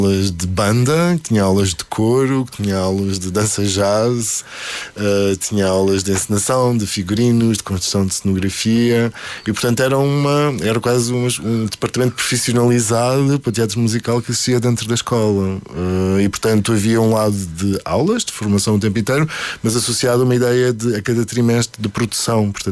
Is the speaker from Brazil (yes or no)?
no; Azores, Portugal; essa é a primeira vez que eu saí dos Açores, assim, viajei internacionalmente, em que fiquei um ano fora da minha, ao longe da minha família, em que aprendi a ser adulto.